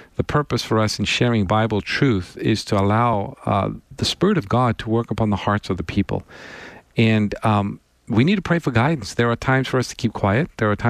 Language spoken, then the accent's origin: English; South Africa; I'm from South Africa, grew up there, and we spent time in the mission field.